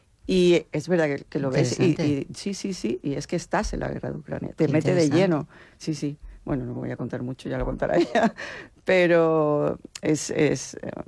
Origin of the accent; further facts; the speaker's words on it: Conil, Andalusia, Spain; Sí, yo soy de Conil.